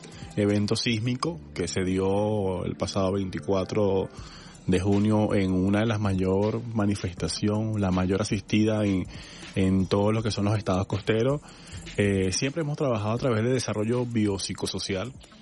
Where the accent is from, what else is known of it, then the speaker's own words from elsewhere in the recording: Venezuela; nosotros los venezolanos